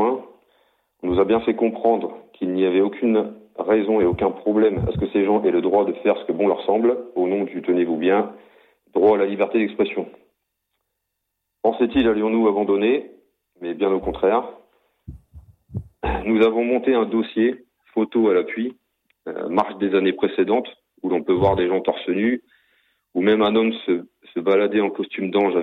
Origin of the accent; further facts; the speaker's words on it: France; Je suis un catholique et je suis un Français et je suis fier de l'être.